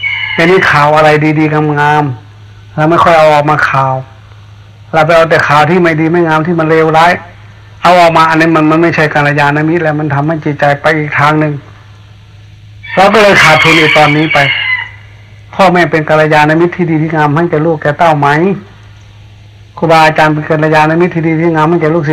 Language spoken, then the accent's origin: Thai; Isan, Thailand; ตอนเด็กๆจำได้ในภาคอีสานเนี่ย